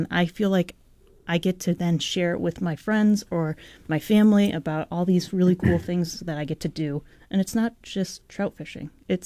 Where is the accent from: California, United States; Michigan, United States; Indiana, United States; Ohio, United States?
Michigan, United States; now in Vermont, United States; So I grew up in Michigan.